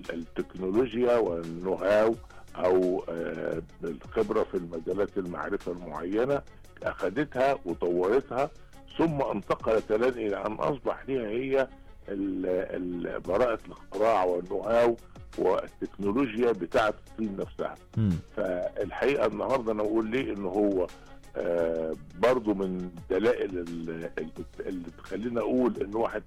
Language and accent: Arabic; Egypt